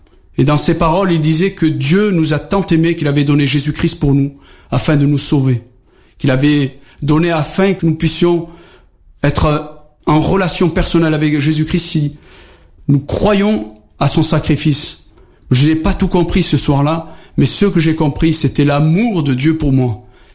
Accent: Algeria; je suis toujours un arabe, j'aime toujours mes compatriotes et que je suis algérien et que je le resterai jusqu'à la fin de mes jours et j'en suis fier.

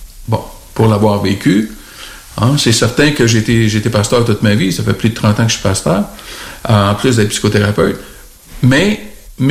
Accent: Quebec, Canada; c'est certain que parfois, chez nous, au Québec, les étudiants ont le droit à des prêts et des bourses d'études

